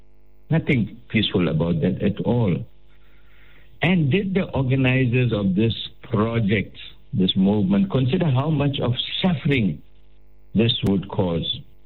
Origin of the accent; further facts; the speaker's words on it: KwaZulu-Natal, South Africa; my hometown of Sheppey.